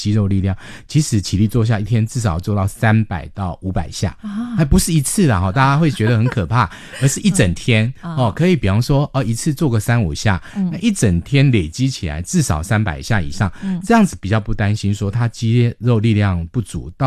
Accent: Taiwan

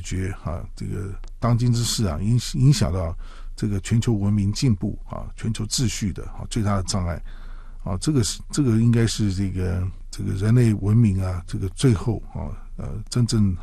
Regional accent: Taiwan; 香港人甚至包括我们台湾人都面临了这个这个中国大陆他最近在推动什么这个民族团结促进法

